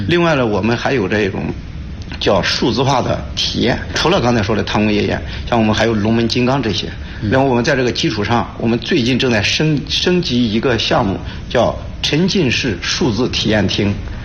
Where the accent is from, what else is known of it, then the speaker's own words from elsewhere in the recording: Henan, China; 我们河南人说话经常喜欢说一个钟字，